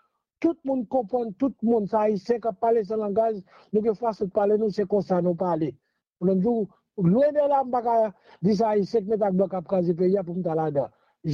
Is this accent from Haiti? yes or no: yes; Haiti; Moi même je suis haïtien, moi mais Haïti moi mes pays.